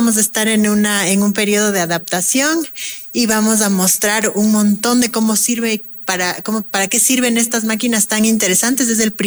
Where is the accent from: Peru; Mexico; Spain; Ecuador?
Ecuador; Quito, Pichincha; el privilegio como quiteños, como quiteñas, como ciudadanos que tenemos de poder visitar y poder acceder a esto